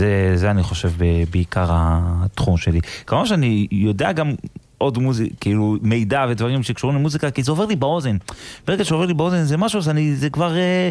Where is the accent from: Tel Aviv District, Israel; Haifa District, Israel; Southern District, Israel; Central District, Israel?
Tel Aviv District, Israel; Bat Yam; אני גדלתי בבת ים, בשליחות